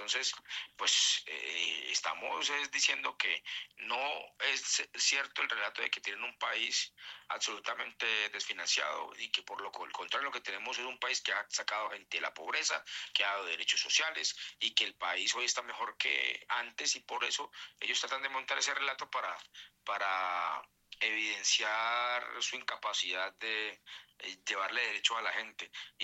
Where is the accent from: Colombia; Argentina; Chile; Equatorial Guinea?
Colombia; Cali, Valle del Cauca; yo, que soy del territorio de Cali, que he estado allá en Buenaventura, en el norte del Valle